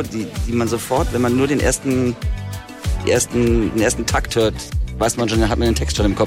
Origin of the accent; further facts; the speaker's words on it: Baden-Württemberg, Germany; Da waren wir auf dem Open Air, so irgendwo in der Nähe von Karlsruhe, wo ich herkomme.